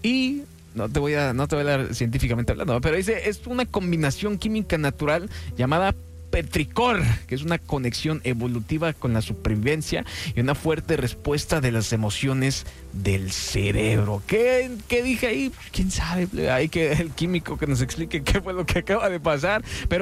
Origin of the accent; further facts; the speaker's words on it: Culiacán, Sinaloa, Mexico; porque yo vivía en Culiacán. Cuando estaba pequeña salíamos de la primaria y nos íbamos derechito al río porque hacía muchísimo calor.